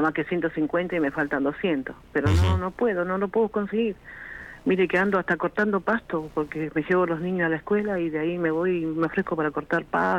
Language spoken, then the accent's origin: Spanish; Villa Rosa, Buenos Aires Province, Argentina; Yo acá de Villa Rosa soy.